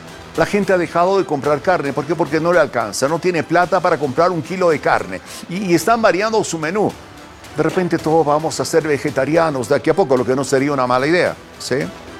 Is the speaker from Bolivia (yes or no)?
yes; Bolivia; Hemos perdido como 40 bolivianos en los 2 últimos años en este país.